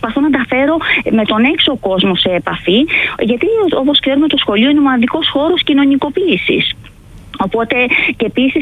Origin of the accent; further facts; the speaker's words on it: Peloponnese, Greece; now in Agathonisi, Greece; Ναι, άφησα την κοιλάδα Αργολίδας, την πανέμορφη κοιλάδα Αργολίδας, και ήρθα εδώ, αλλά και εδώ είναι ένα πανέμορφο νησί.